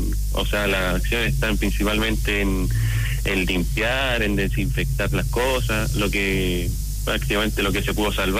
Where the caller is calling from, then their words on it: Talca, Maule, Chile; Mire, yo estoy de Talca, vivo en Talca hace 13 años.